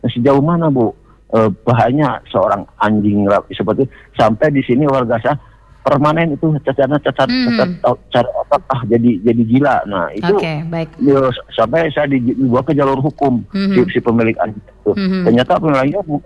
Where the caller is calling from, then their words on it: Bandung, West Java, Indonesia; tepatnya di Kabupaten Bandung Timur.